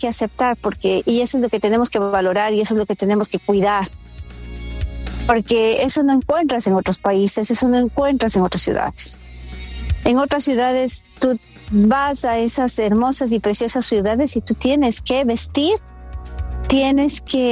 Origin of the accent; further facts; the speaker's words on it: New York City, New York, United States; estar orgullosos de que somos neoyorquinos